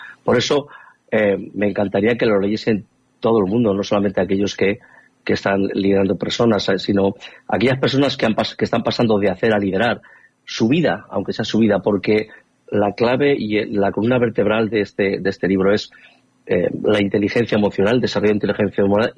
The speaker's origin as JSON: {"language": "Spanish", "town": "Tudela", "region": "Navarre", "country": "Spain", "tie": "born or raised there", "moved": "as an adult", "lives_now": "Santa Cruz de Moncayo, Spain", "said": "nací allí, en Tudela, los años más importantes de mi vida los he pasado allí, aunque ahora estoy viviendo en Santa Cruz de Moncayo"}